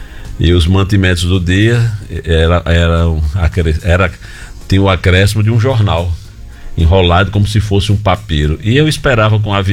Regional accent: Mossoró, Rio Grande do Norte, Brazil; Eu sou moçoroense há quase 63 anos, né?

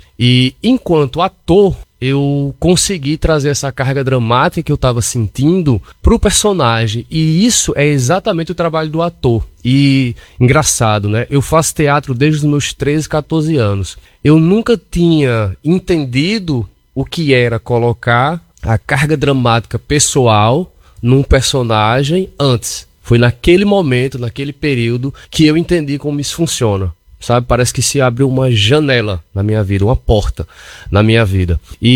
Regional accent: Mossoró, Rio Grande do Norte, Brazil; eu nasci lá na Baixinha, no Abolição 1, e eu dançava na quadrilha Zé Matutinho.

